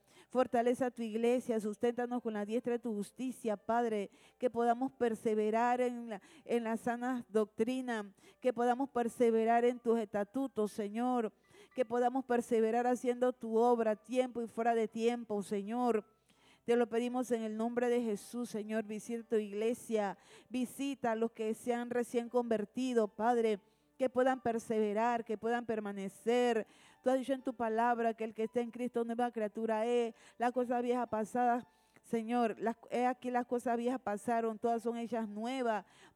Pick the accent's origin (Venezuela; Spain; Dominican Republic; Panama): Panama; Somos panameños